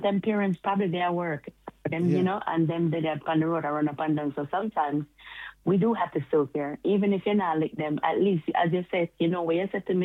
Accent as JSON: {"language": "English", "region": "Florida", "country": "United States", "tie": "born or raised there", "said": "I grew up in Florida since I was about 9."}